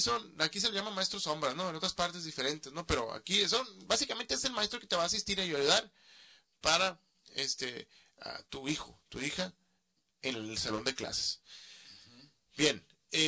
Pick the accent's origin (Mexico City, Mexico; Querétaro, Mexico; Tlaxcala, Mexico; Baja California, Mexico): Baja California, Mexico; los bajacalifornianos estamos buscando